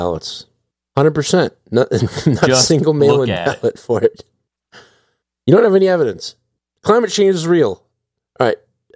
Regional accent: Wisconsin, United States; Welcome. I'm from Wisconsin.

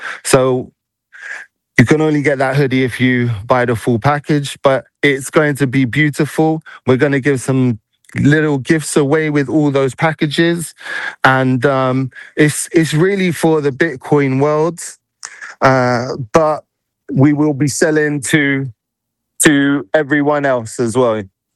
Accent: London, United Kingdom; where I grew up in London. So if anyone knows where Harlesden Stonebridge is in NW10, that's my area.

